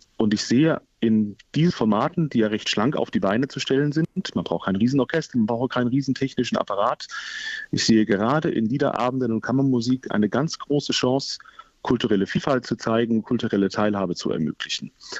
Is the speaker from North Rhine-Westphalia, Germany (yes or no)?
no; Limburg, Hesse, Germany; Tatsächlich auch meine Heimatstadt. Es ist immer was Besonderes, in Limburg zu sein. Ich bin da aufgewachsen, habe da musikalisch gehen gelernt.